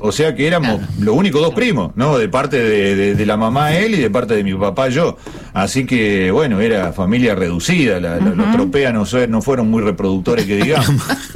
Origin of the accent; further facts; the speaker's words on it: San Jorge, Santa Fe, Argentina; born there; moved away; contacté una prima que vive en el pueblo donde nacimos, en San Jorge, en la provincia de Santa Fe.